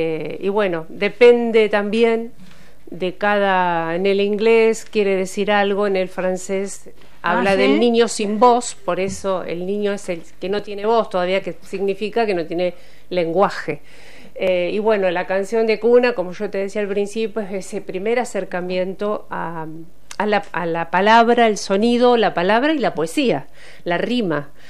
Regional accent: Berisso, Buenos Aires Province, Argentina; also born or lived in La Plata; viví siempre en Berisso y bueno, me crié en Berisso, formé familia en Berisso y sigo viviendo en Berisso.

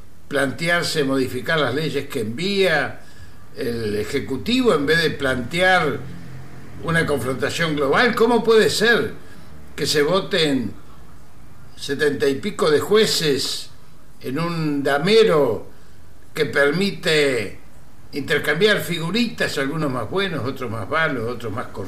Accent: Argentina; ¿Estamos los argentinos dispuestos

